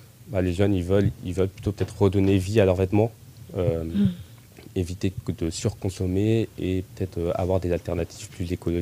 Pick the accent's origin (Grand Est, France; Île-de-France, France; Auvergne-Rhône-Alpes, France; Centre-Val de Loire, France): Centre-Val de Loire, France; Orléans; now in Tours, France; je suis originaire d'Orléans.